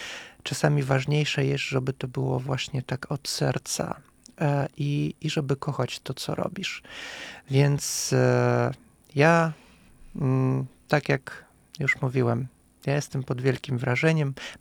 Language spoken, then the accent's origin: Polish; Kazakhstan; i ja się cieszę, że reprezentuję ten kraj, że pochodzę z Kazachstanu, zawsze to mówię z dumą.